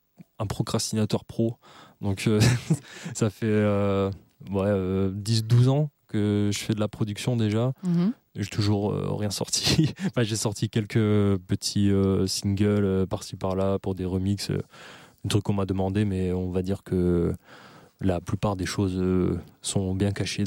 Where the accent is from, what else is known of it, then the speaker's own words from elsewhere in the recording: Auvergne-Rhône-Alpes, France; Du coup, je viens des alentours de Valence. En vrai, je suis un imposteur, je suis ardéchois, je ne viens pas de la Drôme.